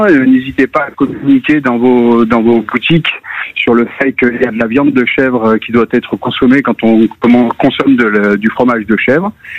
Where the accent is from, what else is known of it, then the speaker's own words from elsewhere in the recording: Lyon, Auvergne-Rhône-Alpes, France; moved away; je suis lyonnais d'origine